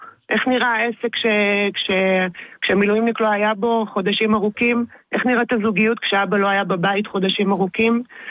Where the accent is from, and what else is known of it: Jerusalem, Jerusalem District, Israel; now in Northern Israel